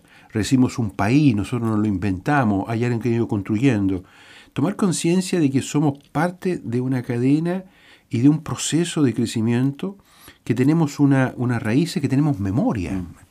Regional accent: Chile; los cimientos de nuestra identidad como pueblo chileno

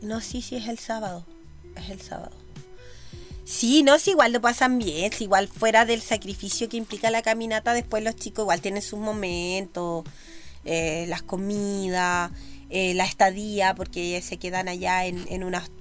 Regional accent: Concepción, Biobío, Chile; now in Ancud, Chile; Yo soy de Conce, perdón.

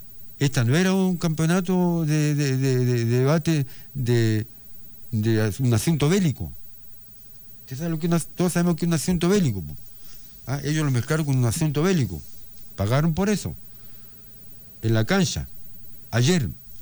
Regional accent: Chile; como hablamos aquí en la chilena y por acá cerca

